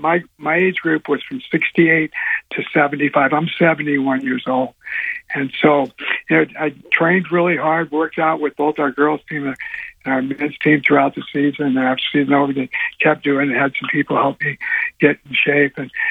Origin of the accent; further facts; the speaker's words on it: Las Vegas, Nevada, United States; I'm from Vegas